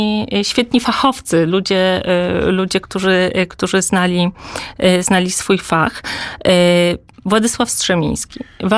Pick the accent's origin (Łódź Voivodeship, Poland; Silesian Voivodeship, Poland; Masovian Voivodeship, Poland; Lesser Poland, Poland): Lesser Poland, Poland; Kraków; Jestem krakowianką.